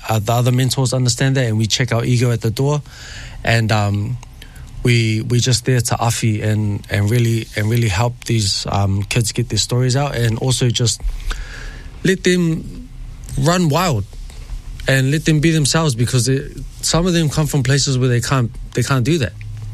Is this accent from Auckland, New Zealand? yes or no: yes; Grey Lynn, Auckland, New Zealand; from Liku mo Hikutawake. And yeah, half Nguyen, half Māori, grew up in Greyland.